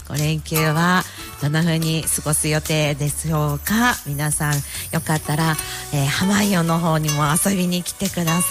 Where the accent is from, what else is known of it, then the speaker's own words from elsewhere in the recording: Iwaki, Fukushima, Japan; 私はね、保育所に通ってたんですけど、その時に小名浜の本町保育所出身なんですけれどもね